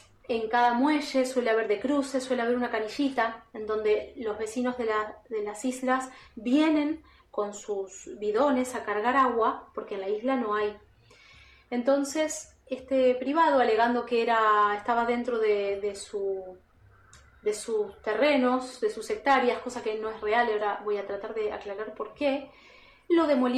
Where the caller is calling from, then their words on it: Dique Luján, Buenos Aires Province, Argentina; Yo vivo en Dique Luján, que es un pueblo en el partido de Tigre, frente a la primera sección de islas del Delta del Paraná, que es un paraíso en el mundo